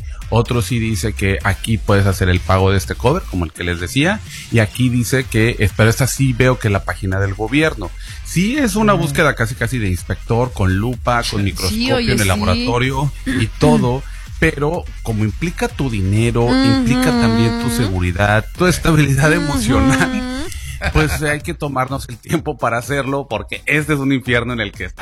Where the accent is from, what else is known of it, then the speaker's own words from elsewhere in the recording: Mexico; si somos mexicanos, nosotros ni nos damos cuenta porque pues nosotros aquí llegamos a nuestro país y no nos cobran por entrar